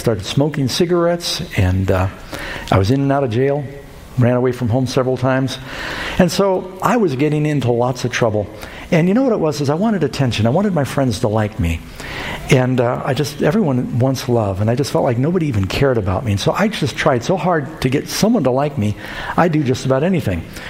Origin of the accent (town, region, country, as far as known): New York City, New York, United States; born or raised there; also born or lived in Southern California